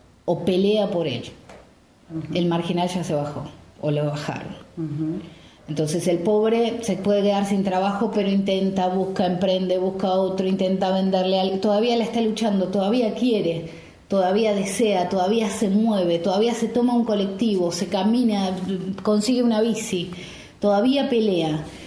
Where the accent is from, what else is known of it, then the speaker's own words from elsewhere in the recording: Argentina; also born or lived in Chubut; amo todo mi país. Soy profundamente patriota. Estoy enamorada de la Argentina desde los 4 años.